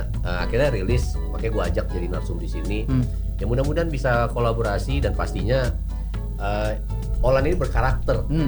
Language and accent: Indonesian; West Sumatra, Indonesia; Dan terus terang kan gua orang Minang, lo orang Medan kan.